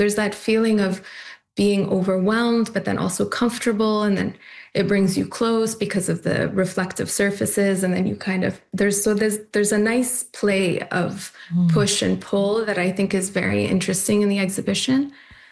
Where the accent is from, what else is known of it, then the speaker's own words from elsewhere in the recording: Canada; moved away as an adult; now in Dubai, United Arab Emirates; And I am Canadian, so I think I made the move during COVID